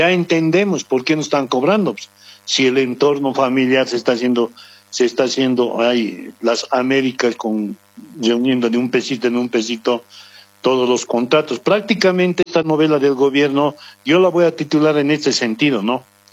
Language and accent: Spanish; Bolivia